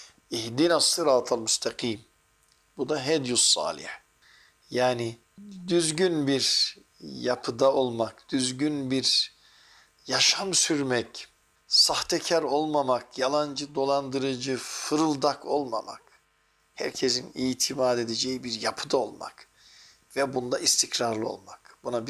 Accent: Çankırı Province, Turkey; Çankırılıyım ya ben.

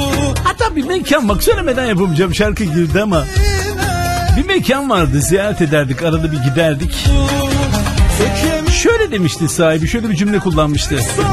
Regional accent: Black Sea Region, Turkey; Karadenizliyim ama gastronomi deyince benim aklıma Gaziantep geliyor birinci sırada.

